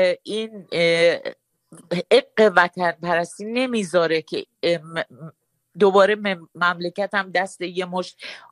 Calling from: Iran

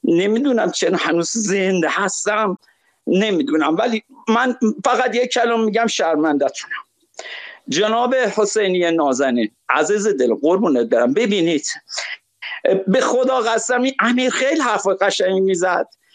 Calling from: Shiraz, Fars, Iran; برم مرد کاکو از شیراز

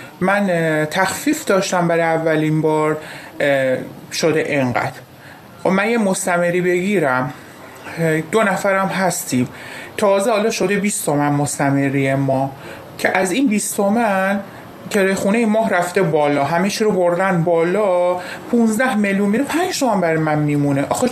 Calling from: Rasht, Gilan, Iran; سلام، به برنامه اینترنشنال از رشت هستم.

